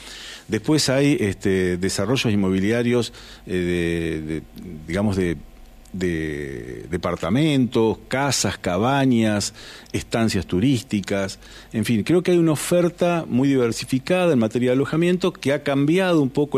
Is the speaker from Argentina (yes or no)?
yes; Concepción del Uruguay, Entre Ríos, Argentina; nosotros como uruguayenses, concepcioneros, en fin, como les guste el gentilicio